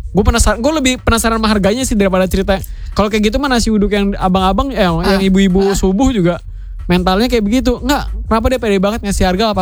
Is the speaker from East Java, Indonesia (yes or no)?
yes; East Java, Indonesia; kan gue orang Jawa Timur ya, dan itu dari daerah gue.